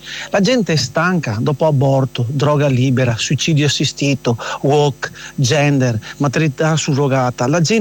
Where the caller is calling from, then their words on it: Padua, Veneto, Italy; da Padova.